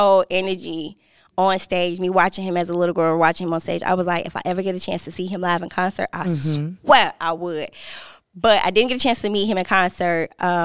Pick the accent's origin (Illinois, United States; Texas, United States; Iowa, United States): Illinois, United States; Chicago; Yeah, so I am from originally Chicago, the 60636 area code and zip code, repping the 773.